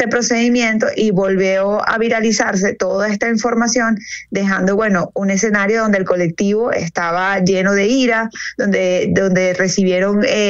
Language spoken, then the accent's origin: Spanish; Venezuela; nosotros como no solamente periodistas, sino como venezolanos